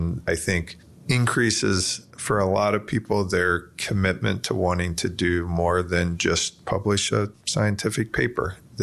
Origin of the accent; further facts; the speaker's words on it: Pennsylvania, United States; Like Jacob and Trish, I grew up on the East Coast in Southeast Pennsylvania.